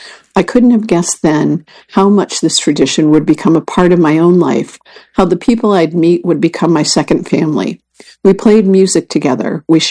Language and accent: English; Owensboro, Kentucky, United States; Owensburg, Kentucky. There's a landmark in my hometown, Owensburg, Kentucky, Wonder Whip, a 1950s-era hamburg and ice cream stand.